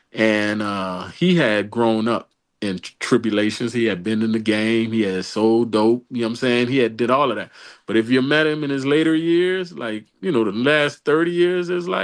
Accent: New Orleans, Louisiana, United States; the first verse is more about me and growing up in New Orleans around the drug dealers, the this, the that, but in a way that's really paying respects to how I was brought up.

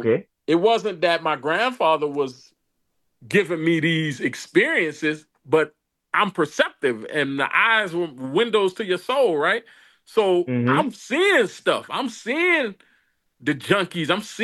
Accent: New Orleans, Louisiana, United States; growing up in New Orleans, you know, we had bumps.

